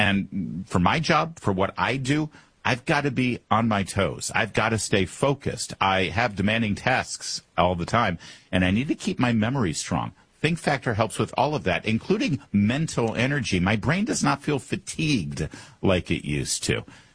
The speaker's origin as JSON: {"language": "English", "town": "Plymouth", "region": "Michigan", "country": "United States", "tie": "born or raised there", "said": "Listen, I just mentioned my hometown, Plymouth, Michigan"}